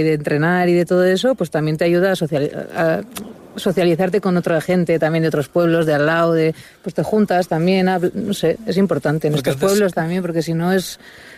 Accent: Pamplona, Navarre, Spain; now in Villanueva, Spain; No, yo soy de Pamplona, pero vivo en Villanueva.

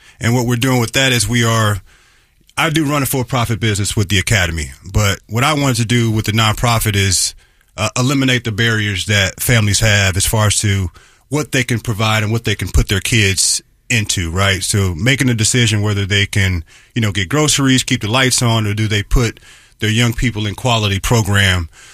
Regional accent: St. Louis, Missouri, United States; I'm from St. Louis, so everywhere I go, we talk about St. Louis, and obviously I'm a basketball guy

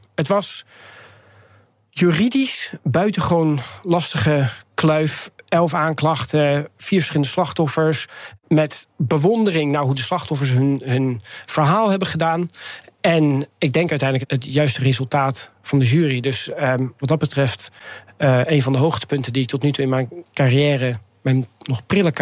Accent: Netherlands; moved away as an adult; now in Scotland, United Kingdom; Ik ben opgegroeid in Nederland.

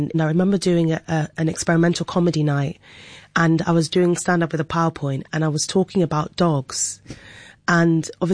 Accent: London, United Kingdom; born there; also born or lived in Nigeria; So basically, because I was born in London, I was here till I was like 7 years old, seven, eight. And then I went to Nigeria because my dad got a job and we all like moved out there. And then I was there till I was 15

